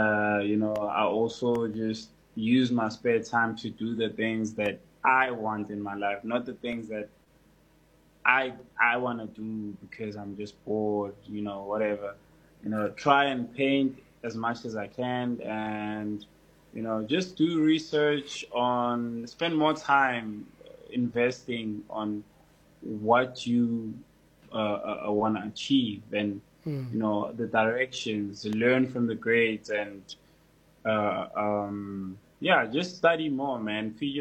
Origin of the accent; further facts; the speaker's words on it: Durban, KwaZulu-Natal, South Africa; I have a lot of kids from, you know, my background, from the hood. I'm from Durban.